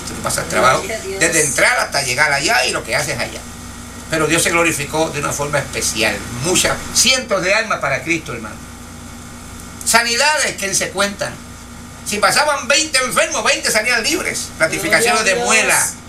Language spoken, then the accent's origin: Spanish; Puerto Rico; ¿para qué yo vine de Puerto Rico?